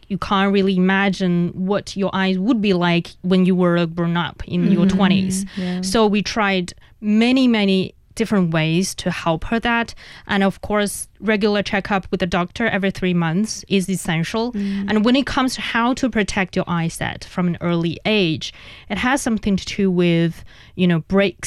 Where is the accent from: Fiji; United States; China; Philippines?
China; Inner Mongolia; I'm from Inner Mongolia.